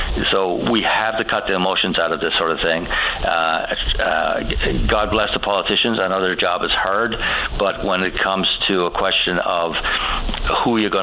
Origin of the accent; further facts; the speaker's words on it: Carbonear, Newfoundland and Labrador, Canada; growing up in Carbonear